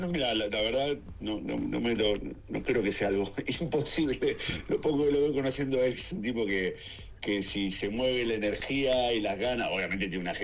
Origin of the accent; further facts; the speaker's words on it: Rosario, Santa Fe, Argentina; now in Buenos Aires, Argentina; estoy más rosarino que nunca, ¿no? Estaba viviendo, soy rosarino, pero estaba viviendo afuera, así que volví hace un año, acá ahora estoy en Capital, ¿no? Estoy en Cava.